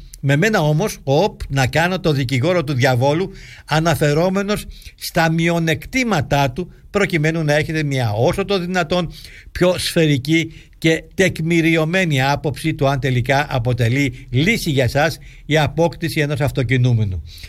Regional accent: Greece; Ο Δόλιος, συνάδελφος, του λέω, είμαι από την Ελλάδα.

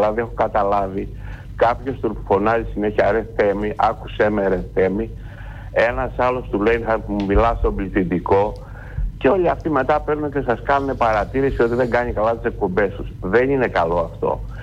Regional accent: Patras, Western Greece, Greece; Εγώ δεν είμαι Συριανός, ούτε είμαι Καθολικός. Είμαι από την Πάτρα η καταγωγή μου. Αλλά μένω στη Σύρο τώρα σε ένα φίλο μου.

